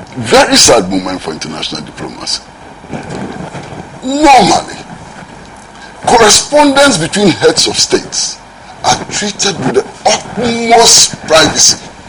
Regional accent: Ghana; I'm embarrassed as a Ghanaian.

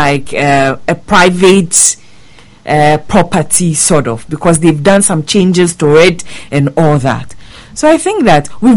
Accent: Ghana; I'm a Ghanaian

